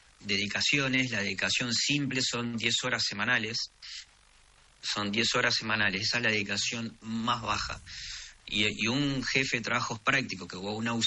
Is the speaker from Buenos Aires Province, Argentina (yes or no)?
no; Caseros, Entre Ríos, Argentina; yo soy de Casero